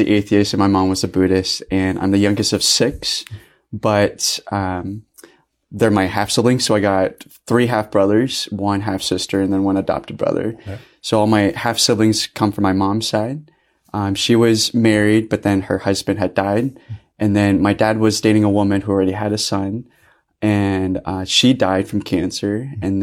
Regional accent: Lincoln, Nebraska, United States; we grew up in. I was the only one born in Lincoln.

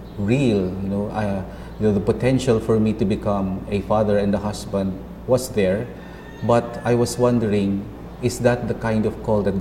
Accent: Marikina, Metro Manila, Philippines; I grew up in Marikina City, and coming from a very, very Catholic family.

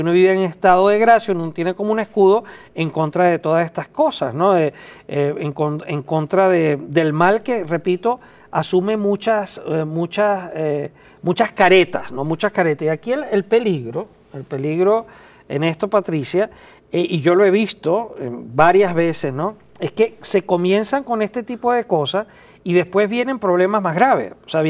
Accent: Venezuela; now in United States; en mi país, en Venezuela

